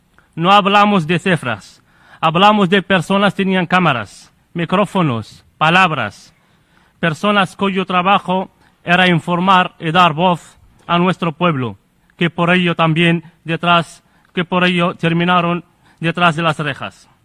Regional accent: Western Sahara; En el Sáhara Occidental ocupado, vivimos bajo una fuerte presencia militar y policial.

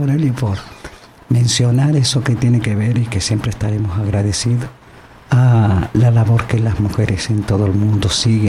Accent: Pereira, Risaralda, Colombia; lo hecho desde mi tierra pereirana

